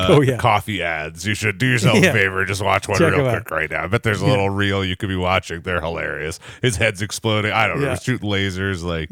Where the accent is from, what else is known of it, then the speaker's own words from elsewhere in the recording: Ottawa, Ontario, Canada; I grew up in Ottawa, so